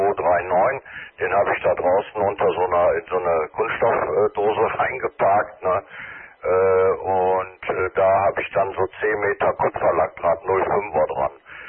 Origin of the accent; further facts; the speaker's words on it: Cologne, North Rhine-Westphalia, Germany; als Kölner, ne? Ich bin ja katholisch, ne?